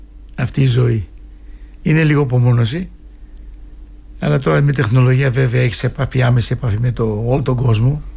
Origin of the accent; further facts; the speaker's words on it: Greece; moved away; Αυτή είναι η επιτυχία που είχαμε εμείς σαν Έλληνες.